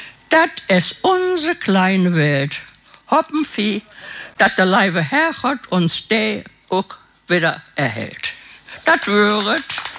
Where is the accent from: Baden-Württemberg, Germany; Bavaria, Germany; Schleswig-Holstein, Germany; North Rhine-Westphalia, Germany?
North Rhine-Westphalia, Germany; Gummersbach; accent: Gummersbacher Platt; ich komme aus dem Oberbergischen